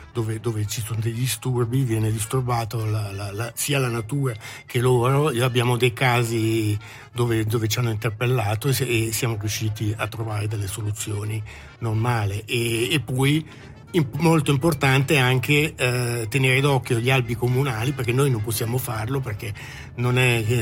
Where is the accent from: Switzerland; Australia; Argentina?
Switzerland; Malcantone, Ticino; io vengo dal Malcantone.